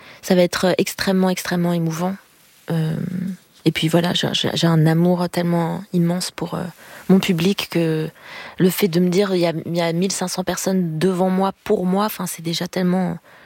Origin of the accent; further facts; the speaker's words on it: Paris, Île-de-France, France; Moi, vraiment à Paris, voilà. Parisienne, je suis née voilà, dans Paris même.